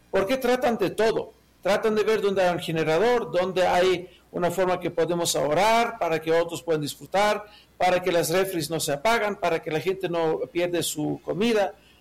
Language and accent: Spanish; Ecuador